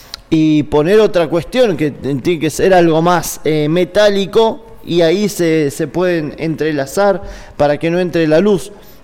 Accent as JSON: {"language": "Spanish", "country": "Argentina", "said": "Somos argentinos"}